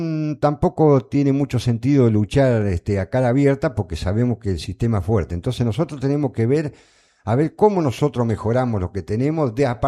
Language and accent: Spanish; Buenos Aires, Argentina; born there; cuando éramos chicos, vivíamos en Martínez Díaz, Partido Lincoln.